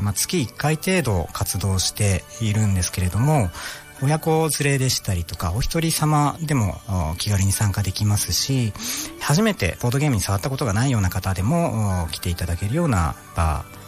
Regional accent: Chiba, Japan; moved away as an adult; now in Kitakata, Japan; 千葉県出身です。

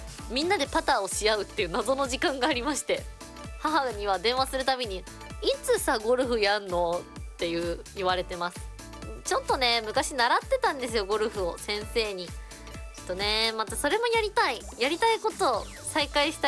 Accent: Yamanashi, Japan; こちらもぜひ山梨、私の地元でございます、遊びに来てくれたら嬉しいです

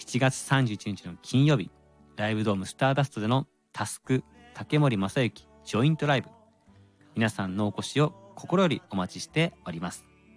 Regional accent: Rifu, Miyagi, Japan; 人と人とのつながりが生きているあったかい町利府町、そんな僕のふるさと

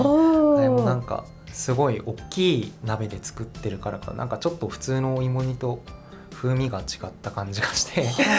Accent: Yamagata, Japan; moved away as an adult; also born or lived in Kanto; now in Chofu, Japan; 私は出身が山形県でして、高校生まで山形の方で住んでたんですけども、大学の進学のタイミングで、こっちの関東の方に引っ越してきて

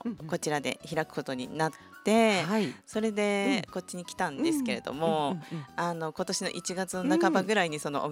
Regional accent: Nagoya, Aichi, Japan; moved away as an adult; now in Naha, Japan; 私ね、名古屋出身なんですよ。そう、去年の6月、はい、ちょうどもうすぐ1年経つかなっていうぐらい、そうにこちらに引っ越してきたんですよ。

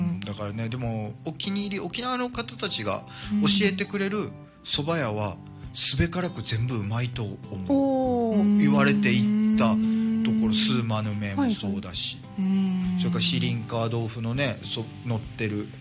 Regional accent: Sano, Tochigi, Japan; now in Okinawa, Japan; 自分の地元なんかラーメンどころなので、うんうんうん、佐野市っていうね

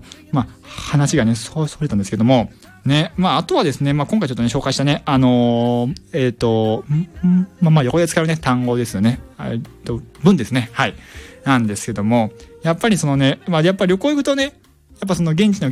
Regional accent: Kansai, Japan; 僕はね、出身がまあね、まあ関西地域なんですけども

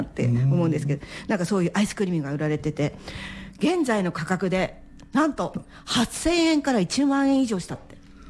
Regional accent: Akita, Japan; moved away; 私秋田出身なんですけど、

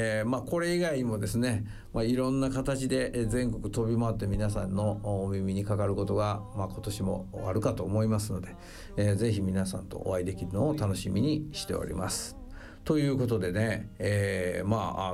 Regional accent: Nara, Japan; 奈良の出身なんですけど、奈良県民は大体1回は長島温泉行ったと思うんですよ。

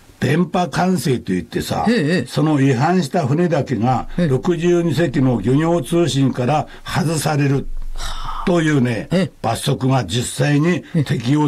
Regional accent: Kesennuma, Miyagi, Japan; now in Wakkanai, Japan; 私のふるさとの気仙沼

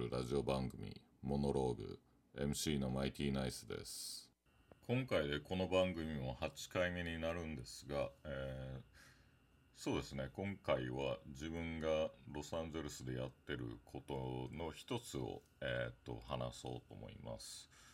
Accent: Okinawa, Japan; 地元沖縄の2つの映画祭

